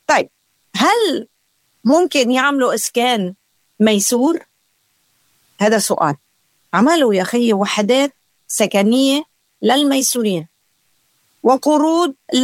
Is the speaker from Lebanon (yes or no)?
yes; Lebanon; كوني لبنانية